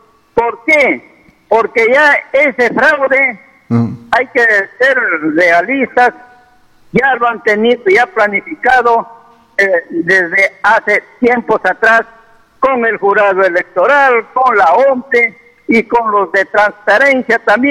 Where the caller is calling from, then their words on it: Peru; aquí nosotros en el Perú